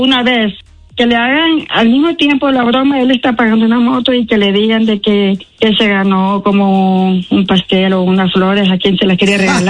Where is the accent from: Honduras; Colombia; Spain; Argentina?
Honduras